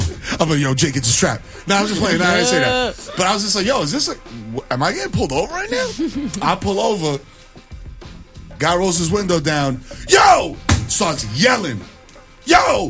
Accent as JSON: {"language": "English", "town": "New York City", "region": "New York", "country": "United States", "said": "I'm from New York City where traffic patterns are very clearly demarcated."}